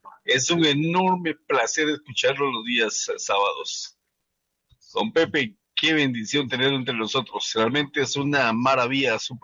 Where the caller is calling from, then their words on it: Salcajá, Quetzaltenango, Guatemala; paisano de Xela, Salcajá, mi pueblo querido.